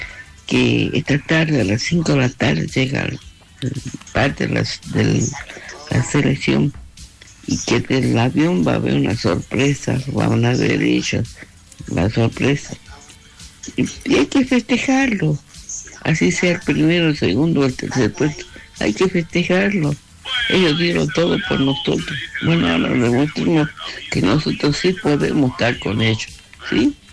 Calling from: Argentina; somos bien argentinos

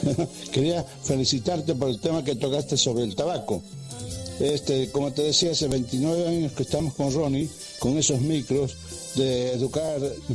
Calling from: Córdoba, Argentina

